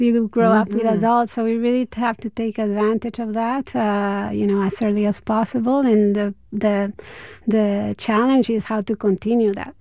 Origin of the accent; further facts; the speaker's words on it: Tijuana, Baja California, Mexico; English is a second language; also born or lived in San Diego, United States; I grew up in Tijuana up until high school and I didn't speak English well until I started my college here.